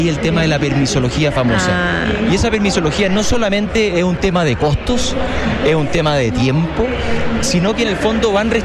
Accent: Chile

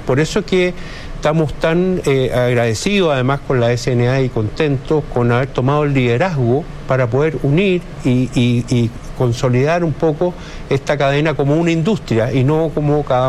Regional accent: Chile; creemos que dentro de las cosas que nos unen como chilenos es el tema de las carnes

